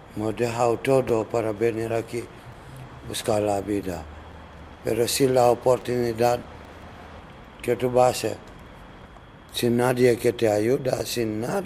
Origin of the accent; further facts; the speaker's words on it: Conakry, Guinea; Spanish is a second language; Soy de Guinea, Conakry.